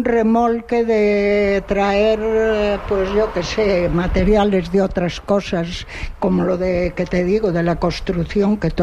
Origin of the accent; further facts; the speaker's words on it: Anllares, Castile and León, Spain; also born or lived in Páramo del Sil; soy de Anllares.